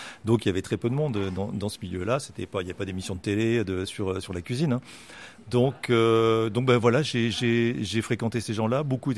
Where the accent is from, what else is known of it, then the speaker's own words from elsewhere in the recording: Rennes, Brittany, France; Oui, tout à fait, c'est ma ville natale. Moi, je suis né à Rennes. Je suis né à Rennes de parents de côté.